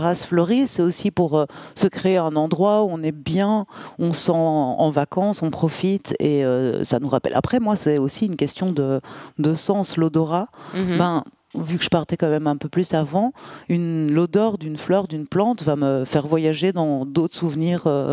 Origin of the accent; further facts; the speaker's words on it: Brussels, Brussels-Capital Region, Belgium; Moi, je viens de Bruxelles, de base.